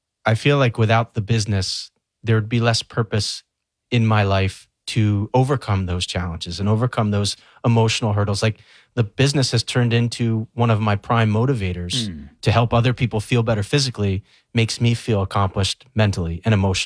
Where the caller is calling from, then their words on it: Point Pleasant Beach, New Jersey, United States; I'm calling in from Point Pleasant Beach, New Jersey, and I am the founder of a company called Soar.